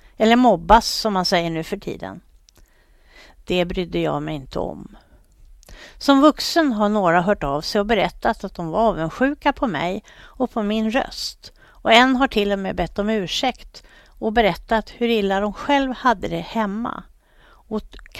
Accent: Stockholm, Stockholm County, Sweden; also born or lived in Spånga / Blackeberg; Jag växte upp i Vällingby och flyttade med familjen senare till Spånga. Somrarna tillbringade vi i Norge hos min mormor fram till det år som jag började skolan. Jag är född i Stockholm, närmare bestämt på Sabbatsbergs sjukhus.

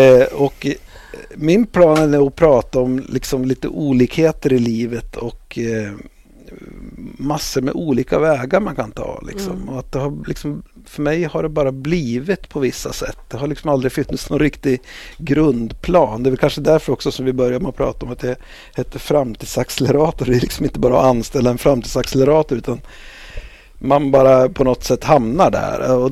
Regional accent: Mörsil, Jämtland County, Sweden; now in Åkersberga, Sweden; Mörsil, där jag växte upp

